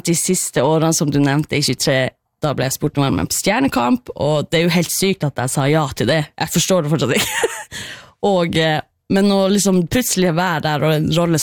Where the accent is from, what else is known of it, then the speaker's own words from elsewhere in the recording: Karasjok, Finnmark, Norway; jeg vokste opp I Karasjok, og selvfølgelig, alle på barneskolen jo, liksom, skal jo joike en eller annen gang I løpet av livet.